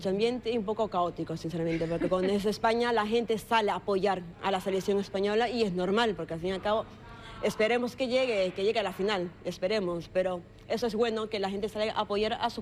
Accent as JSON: {"language": "Spanish", "country": "Ecuador", "moved": "yes", "lives_now": "Spain", "said": "Yo soy de Ecuador, sí. Y espero que pase España, ya que llevo aquí 23 años en España."}